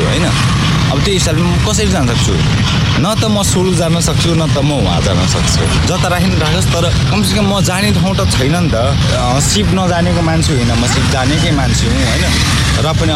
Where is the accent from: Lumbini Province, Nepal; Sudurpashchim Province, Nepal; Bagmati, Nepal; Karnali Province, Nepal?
Bagmati, Nepal; Kathmandu; यहाँको बस्ती भनेको 43 सालदेखि बसेको मेरो जन्म चाहिँ यहीँ भएको त्यसपछिसम्म म यहीँ नै बसेको थिएँ